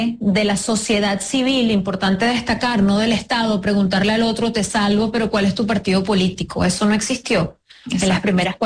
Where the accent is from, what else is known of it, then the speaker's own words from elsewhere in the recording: Venezuela; moved away; ¿Y sabes qué me pasa a mí como venezolana migrante?